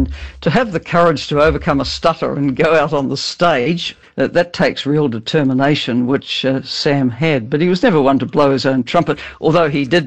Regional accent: New Zealand; as a New Zealander

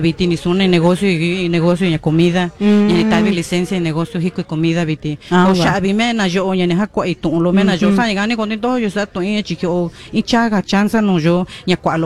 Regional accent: San Miguel Aguacates, Mexico; Yo estoy muy orgullosa de mi pueblo San Miguel Aguacates y de mi cultura, y sigo hablando el idioma dialecto también.

